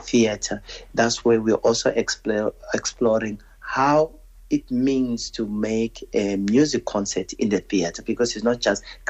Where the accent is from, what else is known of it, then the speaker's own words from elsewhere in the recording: South Africa; as a South African producer